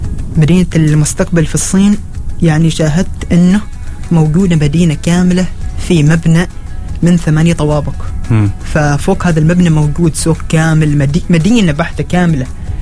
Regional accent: Oman; اخترت ضمن نخبة من الطلبة وبتشارك في وفد تمثل أنت فيه وطنك، تمثل عمان فيه

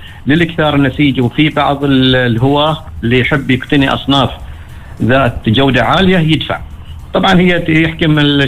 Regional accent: Oman; عندنا في عمان

